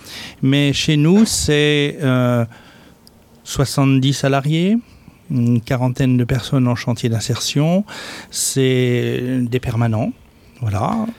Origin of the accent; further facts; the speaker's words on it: Brittany, France; also born or lived in abroad; je ne suis pas beauvaisien, je ne suis même pas picard. Je suis d'origine de Bretagne, avec un long parcours à l'étranger, comme je l'ai dit.